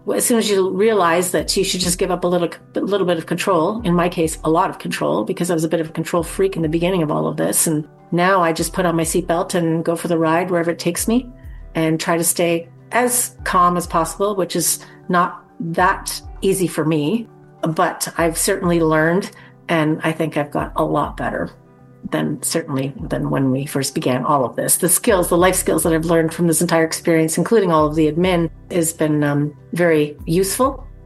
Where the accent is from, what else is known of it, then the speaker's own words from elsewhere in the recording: Brantford, Ontario, Canada; given that I'm from Brantford